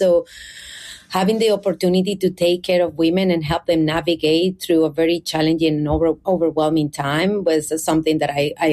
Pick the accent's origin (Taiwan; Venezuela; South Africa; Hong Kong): Venezuela; Caracas, Capital District; moved away as an adult; now in United States; So I actually was born and raised in Caracas, Venezuela.